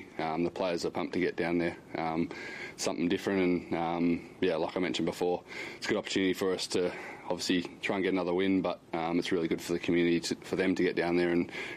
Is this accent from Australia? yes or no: yes; Busselton, Western Australia, Australia; I have a lot of family that are down, who are playing in Bunbury, but I'm from Busselton